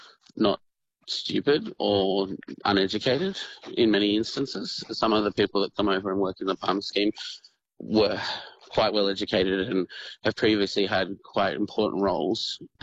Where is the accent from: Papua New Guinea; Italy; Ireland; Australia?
Australia; As an Aussie born and bred, I would say, you know, when we can speak six or seven different languages